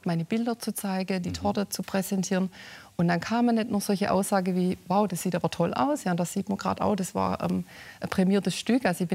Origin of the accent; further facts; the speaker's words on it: Baden-Württemberg, Germany; accent: Swabian; Also hauptsächlich wegen meinem Dialekt. Und es ist ja so, wenn man so im Ländle nur regional unterwegs ist